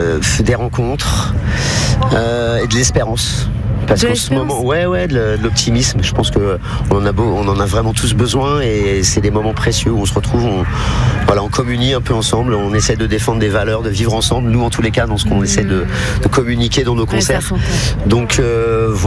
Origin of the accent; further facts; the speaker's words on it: Brittany, France; j'ai été programmateur d'un festival pendant une quinzaine d'années vers chez moi en Bretagne.